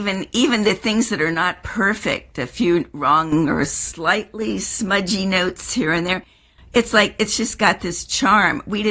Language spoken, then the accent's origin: English; Hudson Valley, New York, United States; growing up in the Hudson Valley